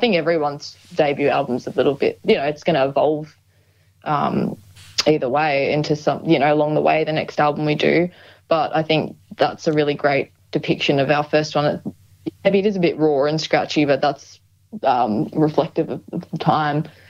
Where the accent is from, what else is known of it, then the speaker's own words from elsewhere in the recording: Queensland, Australia; Oh, yeah, I'm just from Queensland.